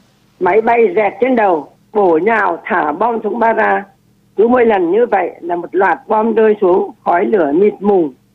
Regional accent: Thai Hoa, Nghệ An, Vietnam; Quê tôi ở Bình Lục, Hà Nam, bố mẹ tôi vào sinh sống ở Thái Hòa, Nghệ Đàn, Nghệ An. Tôi được sinh ra và lớn lên trên đất Nghệ.

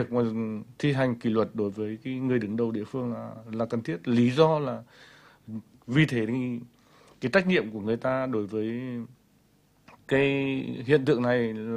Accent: Vinh, Nghệ An, Vietnam; Tôi là người dân thành phố Vinh, cũng là một cái người rất là nghiện các cái món hải sản Cửa Lò.

